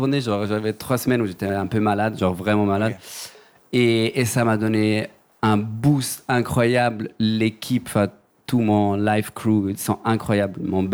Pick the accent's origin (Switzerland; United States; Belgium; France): Switzerland; Ticino; moved away